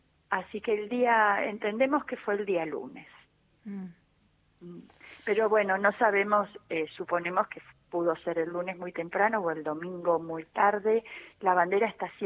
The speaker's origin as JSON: {"language": "Spanish", "country": "Argentina", "said": "si queremos festejar que somos argentinos"}